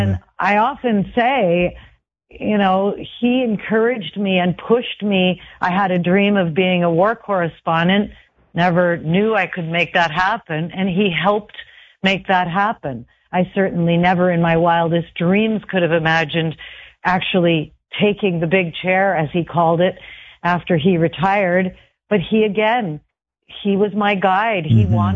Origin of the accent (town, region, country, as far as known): Kitchener, Ontario, Canada; born or raised there